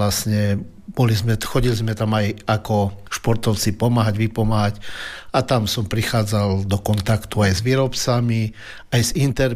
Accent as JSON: {"language": "Slovak", "town": "Helpa", "region": "Banská Bystrica Region", "country": "Slovakia", "tie": "born or raised there", "said": "v mojej rodnej dedine v Helpe"}